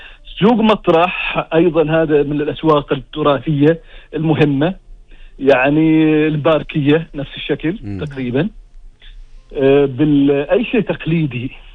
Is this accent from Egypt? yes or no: no; Oman